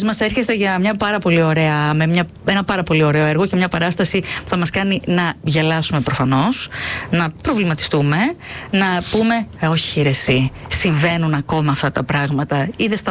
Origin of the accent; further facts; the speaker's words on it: Elassona, Thessaly, Greece; now in Thessaloniki, Greece; εγώ δεν είμαι Θεσσαλονικιά, αλλά ζω πλέον εδώ τόσα χρόνια, έχω γίνει. Καταγωγή εννοώ. Ναι. Δεν είμαι από εδώ, από Ελασσόνα.